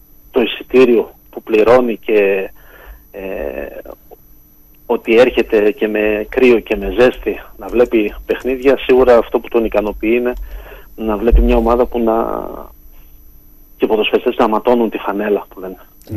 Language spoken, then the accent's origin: Greek; Greece; born there; now in Veria, Greece; έχει 2 χρόνια που είμαι, που έχω μετακομίσει στην πατρίδα μου